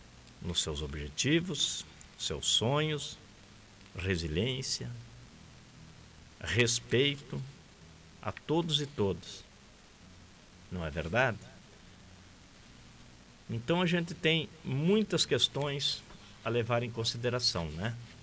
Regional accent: Brazil; Nós, como brasileiros, nossa democracia é muito jovem.

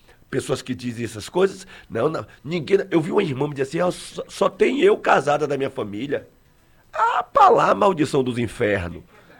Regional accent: Salvador, Bahia, Brazil; now in Arembepe, Brazil; eu sou de Salvador, mas estou hoje morando em Arembepe, ali, região de Camaçari.

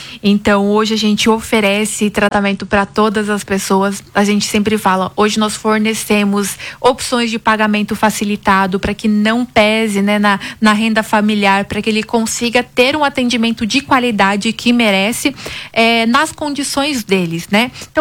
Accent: South Region, Brazil; moved away as an adult; now in Goiânia, Brazil; eu, né, sou sulista, goiana de coração, moro aqui, atuo, minha carreira praticamente é total aqui em Goiânia

